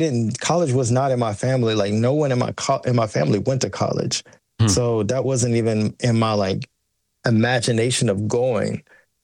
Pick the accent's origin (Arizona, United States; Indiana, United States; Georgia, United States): Georgia, United States; growing up in Georgia, like we have woods, a lot of woods everywhere.